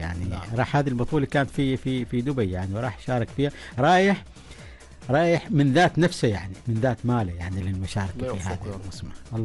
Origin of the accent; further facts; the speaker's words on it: Oman; عندنا في عمان